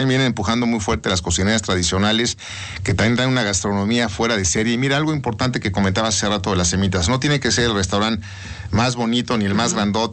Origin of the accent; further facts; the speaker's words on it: Puebla, Mexico; Yo soy poblano y te puedo decir que es de las mejores del país, si no es que la mejor para mí.